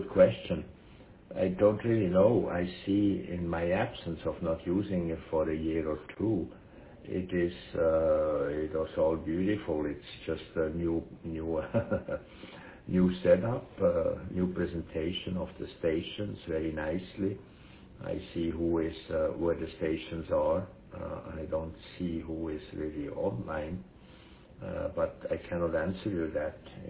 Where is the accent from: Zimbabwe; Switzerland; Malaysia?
Switzerland; English is a second language; moved away as an adult; now in United States; I have an accent still after 41 years here in the U.S. I'm from Switzerland, and I speak the languages from there, Italian, Swiss, German, French, and also Spanish and Greek.